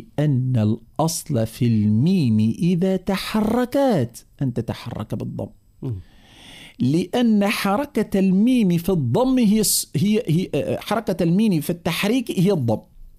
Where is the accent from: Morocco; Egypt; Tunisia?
Tunisia; إذن لماذا قدم الإسكان عندنا في تونس؟